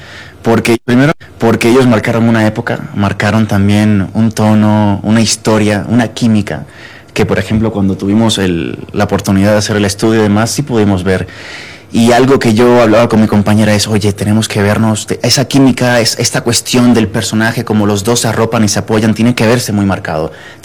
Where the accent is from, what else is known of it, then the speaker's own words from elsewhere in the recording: Cuba; also born or lived in United States; now in Mexico; Pues yo llevo acá 5 años más o menos, yo soy cubano.